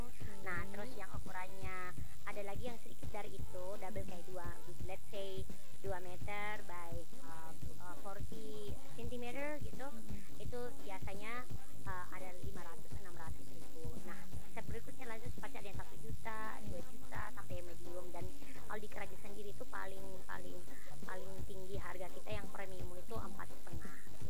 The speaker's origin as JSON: {"language": "Indonesian", "area": "Sumba", "region": "East Nusa Tenggara", "country": "Indonesia", "tie": "born or raised there", "said": "sebagai orang Sumba"}